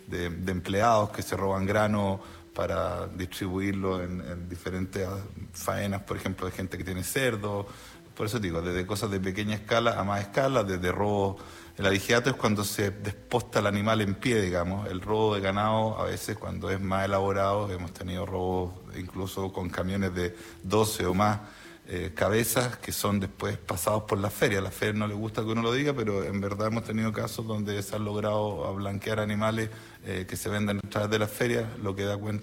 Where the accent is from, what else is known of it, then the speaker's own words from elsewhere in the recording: Santiago, Santiago Metropolitan Region, Chile; moved away as an adult; now in Puerto Montt, Chile; yo soy original de Santiago, pero llevo 20 años más o menos en el sur, me trasladé a Puerto Montt en principio